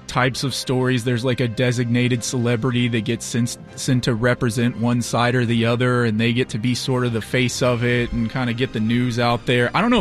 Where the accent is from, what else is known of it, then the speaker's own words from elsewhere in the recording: Midlothian, Texas, United States; I grew up in Midlothian, and there was a little small airport there.